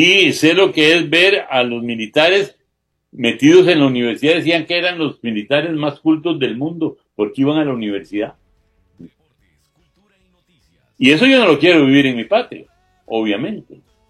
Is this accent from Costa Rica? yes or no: yes; Costa Rica; Todos somos costarricenses